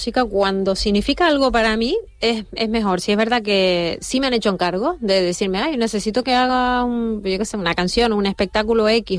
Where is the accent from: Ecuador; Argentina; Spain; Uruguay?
Spain; Punta del Hidalgo, Canary Islands; para Punta del Hidalgo y para mí va a ser muy muy especial. Me voy a sentir muy orgullosa porque es mi pueblo.